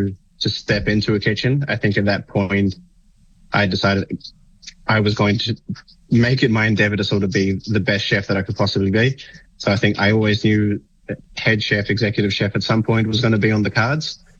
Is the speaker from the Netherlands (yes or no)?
no; Australia; born there; So I was born in Australia. My mum's from the Cook Islands. My dad's from Europe, raised in the Cook Islands.